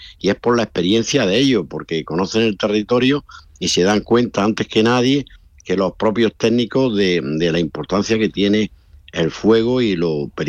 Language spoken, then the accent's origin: Spanish; Carrizalejo, Andalusia, Spain; hay un incendio en mi pueblo, entre Los Gallardos y Sorba, que es el pueblo, Carrizalejo, toda la zona esta, ¿no?